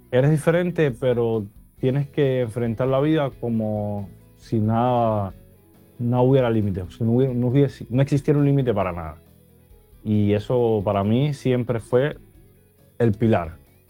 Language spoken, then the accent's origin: Spanish; Villa Clara, Cuba; moved away; Soy natural de Cuba, nacido en Sahualarán de Villa Clara y tengo 30 años.